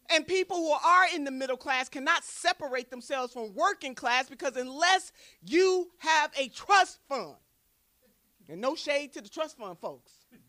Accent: Ohio, United States; Ohio is my home state.

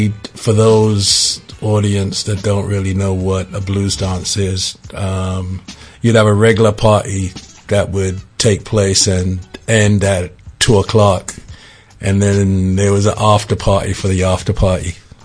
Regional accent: London, United Kingdom; We grew up in London, in a place called Stanmore.

